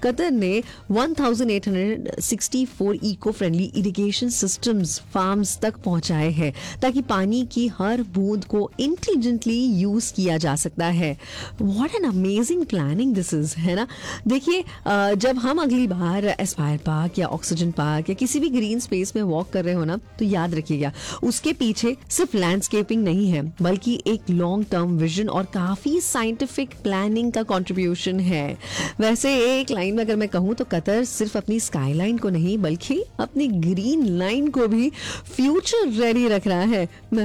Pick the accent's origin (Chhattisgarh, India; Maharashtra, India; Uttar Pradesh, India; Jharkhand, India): Maharashtra, India; Mumbai; now in Qatar; यहाँ पर पेड़ पौधे कम है, क्योंकि मैं तो मुंबई से आई थी ना। But 12 years down the lane